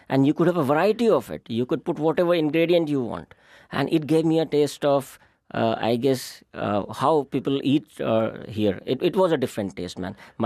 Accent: Bihar, India; also born or lived in Dehradun; I grew up in a place called Bihar in India, as did my schooling from a hill station called Dehradun in our country.

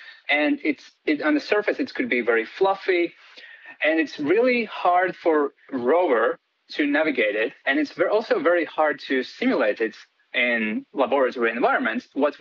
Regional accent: Latvia; English is a second language; moved away as an adult; I'm originally from Latvia. I'm doing my PhD here, and I live here for the last 3 years, and I love your beautiful country.

